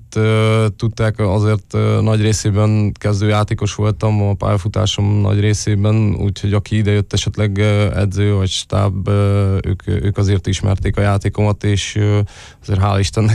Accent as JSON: {"language": "Hungarian", "town": "Paks", "region": "Tolna", "country": "Hungary", "said": "paksi srác vagyok"}